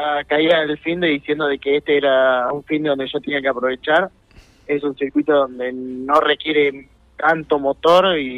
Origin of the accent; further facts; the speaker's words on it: Pilar, Buenos Aires Province, Argentina; yo soy de Pilar, Buenos Aires.